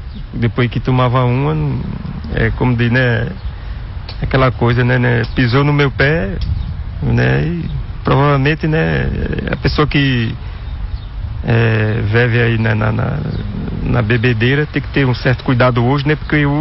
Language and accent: Portuguese; Carpina, Pernambuco, Brazil; now in Pesqueira, Brazil; Eu sou natural de Carpina.